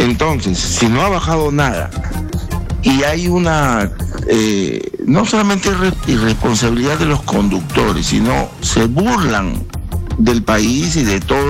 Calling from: Lima, Peru; de San Borja.

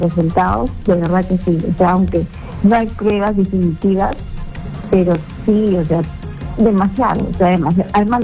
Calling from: Lima, Peru; De la Victoria.

